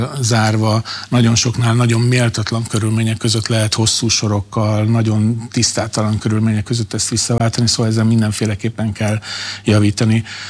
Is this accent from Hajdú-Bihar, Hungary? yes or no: no; Gyula, Békés, Hungary; now in Budapest, Hungary; Gyula az én szülővárosom